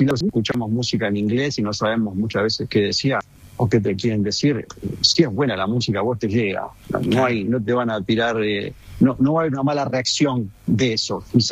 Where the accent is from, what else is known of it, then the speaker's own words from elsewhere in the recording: Argentina; accent: Argentine; de nuestro acento argentino, porque yo lo llevo con mucha honra